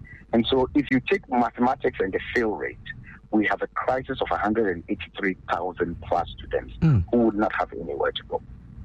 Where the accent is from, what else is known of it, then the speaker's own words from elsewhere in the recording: Goaso, Ahafo, Ghana; listen, I am from Goso in the Hassa region, the way I am right now speaking to you from.